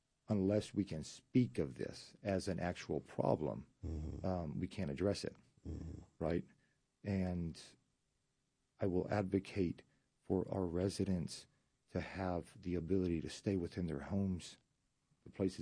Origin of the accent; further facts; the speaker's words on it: Argentina; English is a second language; moved away as an adult; I grew up in Argentina. Spent my first 21 years of life pretty much were there.